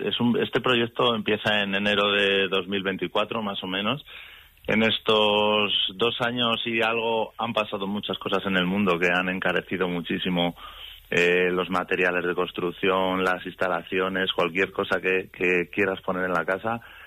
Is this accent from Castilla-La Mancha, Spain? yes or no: yes; Yebra, Castilla-La Mancha, Spain; soy un enamorado de mi pueblo